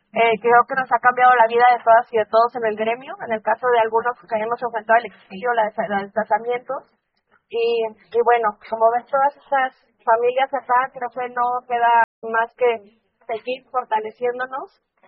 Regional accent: Chihuahua, Mexico; vengo del estado de Chihuahua.

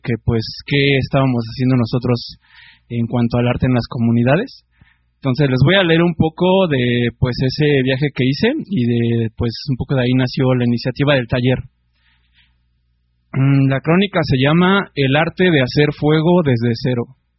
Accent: Iztapalapa, Mexico City, Mexico; Nosotros venimos de una comunidad de Iztapalapa que se llama Xochitlanesi y que es una comunidad que se está organizando para vivir dignamente y vivir en autonomía.

